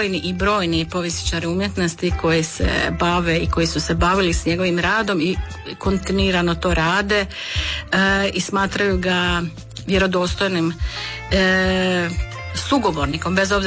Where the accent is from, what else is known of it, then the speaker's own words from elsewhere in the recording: Osijek, Osijek-Baranja County, Croatia; kod nas u Osijeku